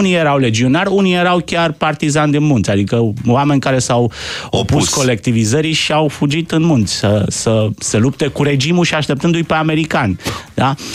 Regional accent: Brașov County, Romania; și eu sunt din Țara Făgărașului

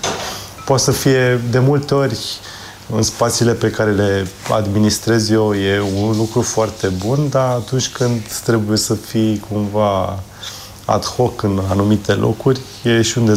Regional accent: Bucharest, Romania; Născut și crescut în București, într-o familie de militari.

